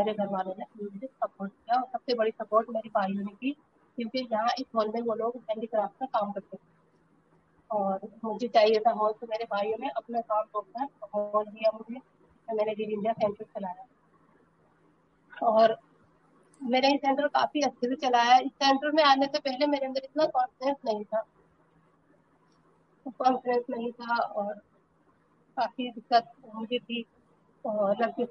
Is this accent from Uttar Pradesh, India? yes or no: yes; Rampur, Uttar Pradesh, India